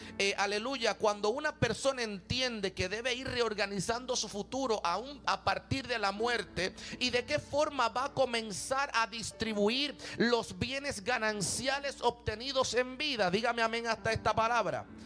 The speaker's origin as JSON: {"language": "Spanish", "country": "Puerto Rico", "said": "Soy puertorriqueño, soy boricua, cumplí 29 años el jueves."}